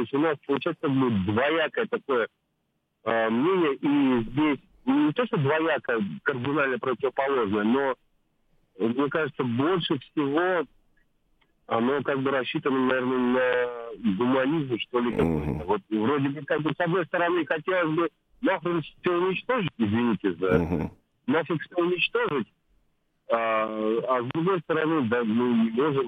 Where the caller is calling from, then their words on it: Kaliningrad, Kaliningrad Oblast, Russia; я из Калининграда.